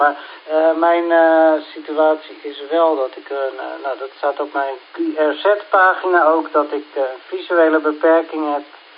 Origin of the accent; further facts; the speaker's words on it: Heemskerk, North Holland, Netherlands; uit Heemskerk. Ja, ik woon op de grens Heemskerk-Beverwijk.